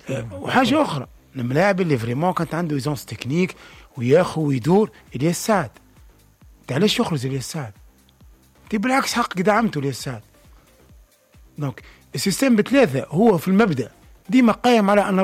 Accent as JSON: {"language": "Arabic", "country": "Tunisia", "said": "اني لهنا كتونسي ندافع على ستاف التونسي"}